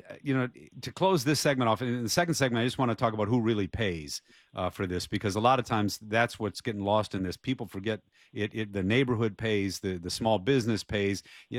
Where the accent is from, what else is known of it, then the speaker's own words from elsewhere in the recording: Detroit, Michigan, United States; moved away; so I've served in New York City, I've served in South Central LA, and I'm from Detroit.